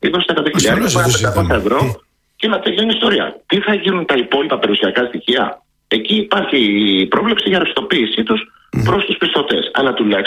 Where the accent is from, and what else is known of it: Kardamyli, Peloponnese, Greece